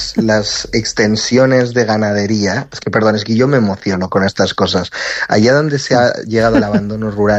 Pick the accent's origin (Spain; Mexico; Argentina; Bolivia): Spain; Ourense, Galicia; yo soy de Urense